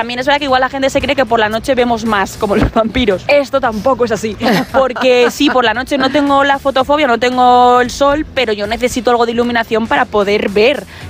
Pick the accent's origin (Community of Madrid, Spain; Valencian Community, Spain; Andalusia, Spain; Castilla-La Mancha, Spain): Valencian Community, Spain; Digo, mira, es que mi país es el mismo que el tuyo, soy de España, soy valenciana.